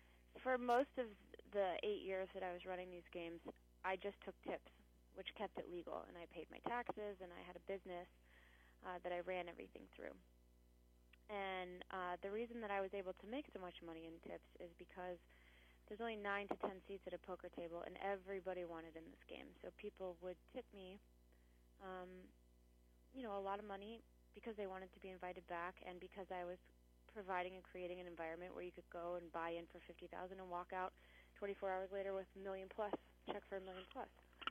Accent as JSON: {"language": "English", "region": "Colorado", "country": "United States", "tie": "born or raised there", "said": "I grew up in Colorado. I grew up in a family that really believed in, you know, morals and values"}